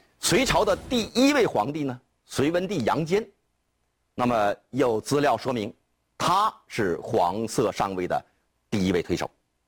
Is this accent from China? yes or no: yes; China; 他呀、啊、给我们中国人建立了不朽的功勋。